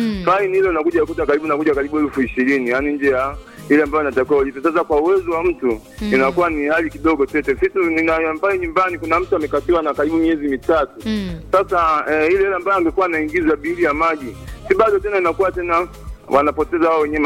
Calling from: Iringa, Tanzania; anapiga simu kutoka stendi Iringa mjini.

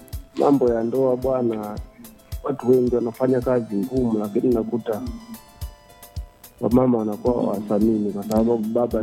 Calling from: Mufindi District, Iringa, Tanzania; kule kwetu wilaya Mfindi

